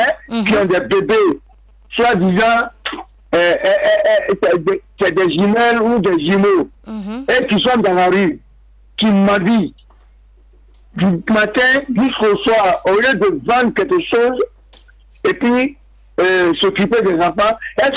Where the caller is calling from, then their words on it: San Pedro, Bas-Sassandra, Côte d’Ivoire; Je suis de passage à Abidjan, mais je vis à San Pedro, quartier de Toulay.